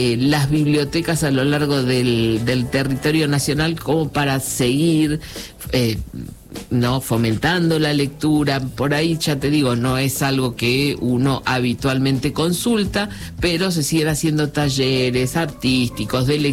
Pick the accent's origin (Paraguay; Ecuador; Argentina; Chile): Argentina; Buenos Aires; yo me crié en Capital Federal